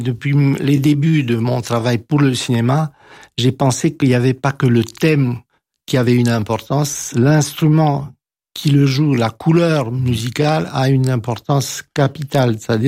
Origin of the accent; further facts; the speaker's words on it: Romania; moved away; je suis roumain